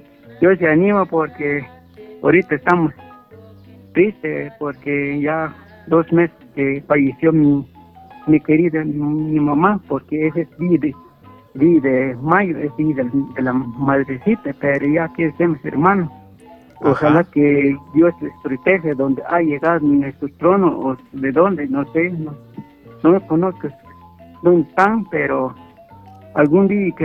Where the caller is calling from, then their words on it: Todos Santos Cuchumatán, Huehuetenango, Guatemala; de Todos Santos, Cuchumatán, de Cacería y Tibuboch, parte de Unión Cantinil de San Pedro Necta y Chimaltenanga